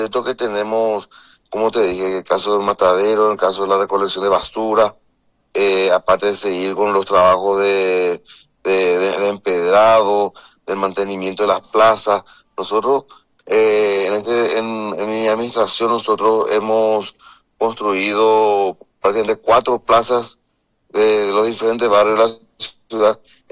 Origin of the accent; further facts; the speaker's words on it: Paraguay; nosotros, como vadeños y como paraguayos